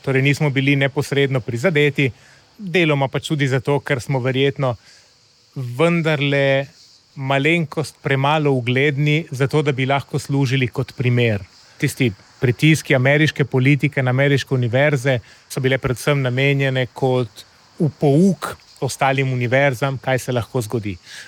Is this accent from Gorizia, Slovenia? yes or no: no; Lucija, Coastal–Karst, Slovenia; moved away; Odraščal sem v Luciji.